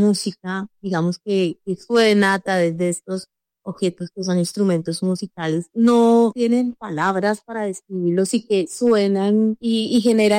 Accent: Colombia; No, es divino porque que decimos somos colombianos, pero eso significa muchísimo.

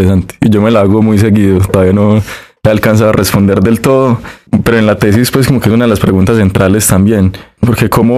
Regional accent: Medellín, Antioquia, Colombia; born there; yo que nací en Medellín, que nací en una época, que vi en mi infancia algunas cosas y en mi adolescencia otras y en mi adultez otras

